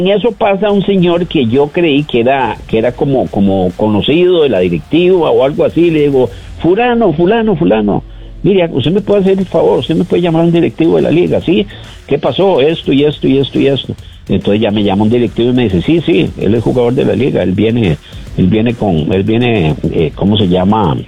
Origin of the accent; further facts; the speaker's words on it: San José, Costa Rica; Yo me crié en Atillo.